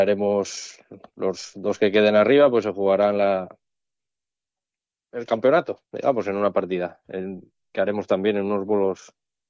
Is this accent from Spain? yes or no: yes; Spain; yo soy del barrio del Coballo